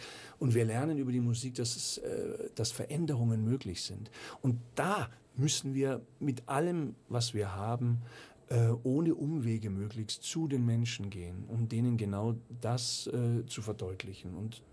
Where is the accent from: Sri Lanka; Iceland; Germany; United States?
Germany; Munich, Bavaria; now in Austria; Und das sage ich als Münchner, ja, als Bayer, weil ich doch Österreich so lieben und schätzen gelernt habe. Das ist ja seit vielen, vielen Jahren meine Heimat.